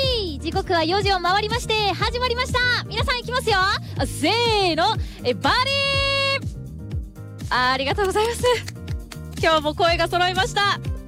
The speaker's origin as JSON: {"language": "Japanese", "region": "Okinawa", "country": "Japan", "tie": "born or raised there", "moved": "yes", "said": "私沖縄出身なんですけど"}